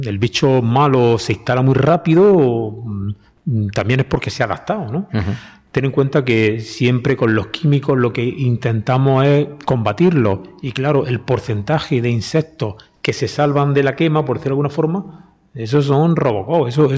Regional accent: Adra, Andalusia, Spain; El otro día me acerco allí por mi pueblo, yo soy de Adra

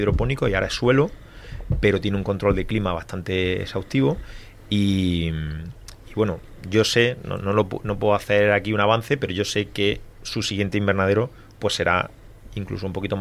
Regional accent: Adra, Andalusia, Spain; A ver, yo soy de Adra y yo sigo teniendo invernadero plano.

